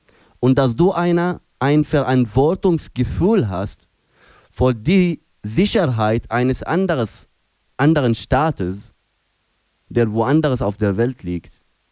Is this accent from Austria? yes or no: no; Aleppo, Aleppo Governorate, Syria; now in Berlin, Germany; Aleppo, wo ich aufgewachsen bin, und Berlin, wo ich jetzt lebe.